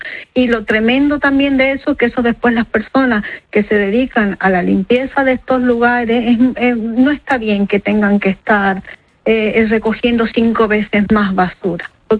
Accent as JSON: {"language": "Spanish", "country": "Argentina", "moved": "yes", "lives_now": "Ceuta, Spain", "said": "yo soy migrante, ¿vale? Yo soy argentina, llevo 20 años en España."}